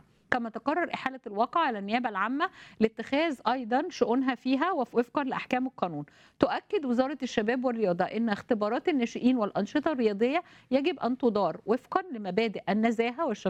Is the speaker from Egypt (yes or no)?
yes; Egypt; بتعلمنا كلنا ازاي نكون بنحب مصر بلدنا وننتمي ليها ونصلي لاجلها.